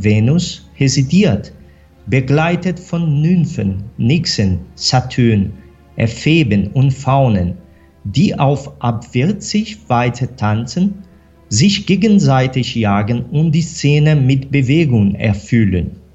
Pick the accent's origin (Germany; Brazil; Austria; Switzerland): Brazil; ich bin Brasilianer.